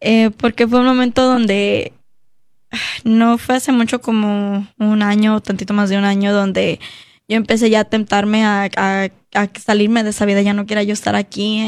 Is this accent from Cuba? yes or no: no; United States; de una presencia con personas que yo crecí aquí en Estados Unidos, en la iglesia, porque ella y yo crecimos como en la escuela